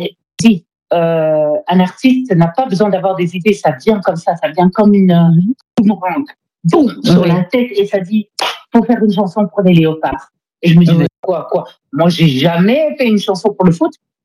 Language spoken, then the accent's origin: French; DR Congo